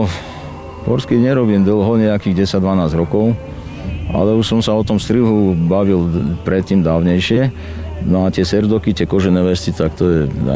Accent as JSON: {"language": "Slovak", "town": "Ždiar", "region": "Prešov Region", "country": "Slovakia", "tie": "born there", "said": "a pochádzam odtiaľto z Bachledovej doliny. Tento rod je tu už vyše 400 rokov. Patrí medzi tie rody, ktoré založili fakticky Ždiar."}